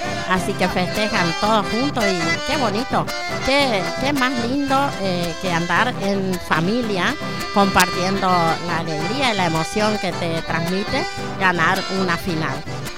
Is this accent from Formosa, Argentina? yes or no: yes; Formosa, Argentina; la música de nuestro litoral argentino, la música que nos identifica como argentinos y sobre todo como formoseños